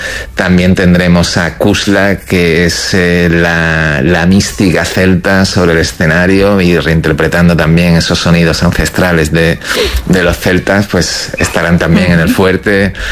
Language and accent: Spanish; Melilla, Spain; que refleja un poco lo que somos los melillenses.